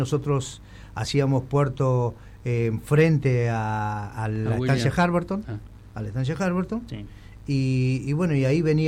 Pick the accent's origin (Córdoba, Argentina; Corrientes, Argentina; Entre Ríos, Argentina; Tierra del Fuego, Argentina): Tierra del Fuego, Argentina; Río Grande; Yo, que soy de acá, de Río Grande